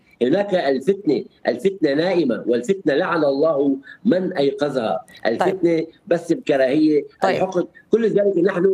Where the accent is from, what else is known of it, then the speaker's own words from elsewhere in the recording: Syria; نحن علينا أولا كسوريين